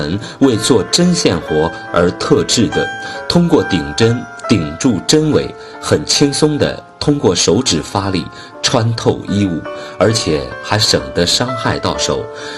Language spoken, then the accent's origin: Chinese; China; 我们中国人